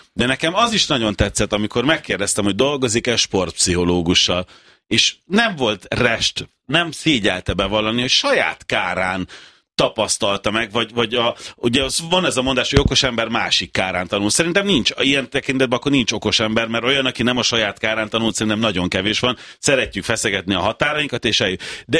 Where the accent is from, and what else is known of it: Hungary